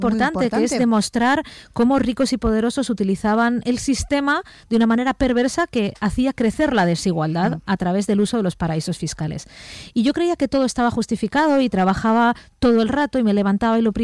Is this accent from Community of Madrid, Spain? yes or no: yes; Madrid, Community of Madrid, Spain; born there